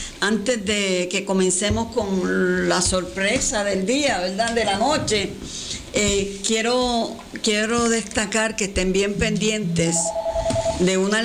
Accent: Puerto Rico; defendernos como nación puertorriqueña, como pueblo puertorriqueño

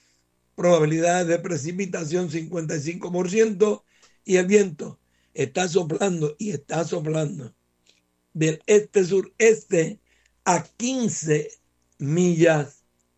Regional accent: Vega Alta, Puerto Rico; en territorio de los Ñangotao, mi pueblo natal, Vega Alta

